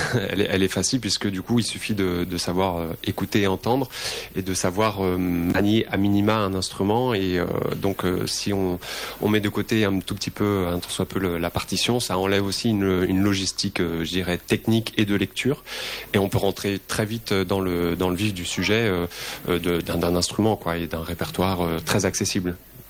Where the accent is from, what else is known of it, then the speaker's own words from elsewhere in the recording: Brittany, France; now in southern France; moi, je suis originaire de Bretagne.